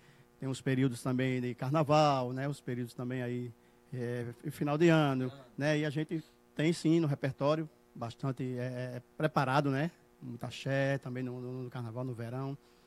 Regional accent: Mamanguape, Paraíba, Brazil; É, somos de Mamanguape, né?

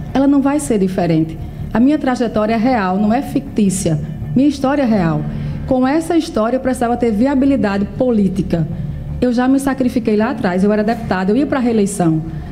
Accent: Paraíba, Brazil; Eu venho lá do sertão da Paraíba, do piso duro e do sol quente.

